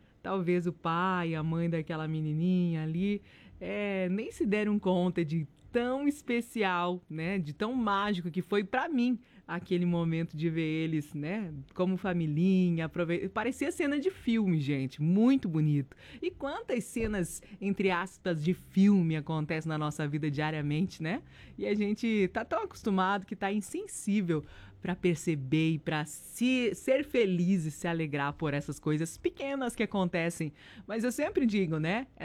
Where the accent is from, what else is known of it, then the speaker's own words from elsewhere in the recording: Criciúma, Santa Catarina, Brazil; sou motorista de caminhão, sou de Criciúma, mas sempre ligadinho em vocês.